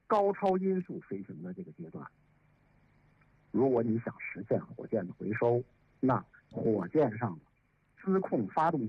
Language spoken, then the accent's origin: Chinese; China; 那我们中国人尝试了第三种技术路径